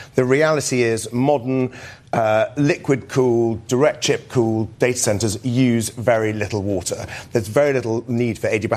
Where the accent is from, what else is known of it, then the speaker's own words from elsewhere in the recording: South East England, United Kingdom; Well, yes, I'm from East Sussex as well.